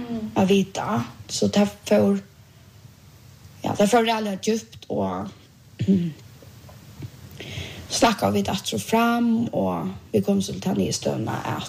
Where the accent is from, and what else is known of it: Bulgaria; Swedish is a second language